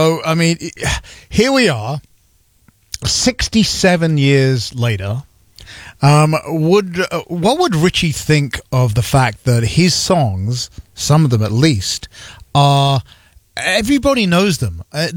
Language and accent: English; Florida, United States; now in Iowa, United States; you can tell I wasn't born in Iowa, right? My home state, as it were, also was Florida, but we had to come to Iowa before we met each other.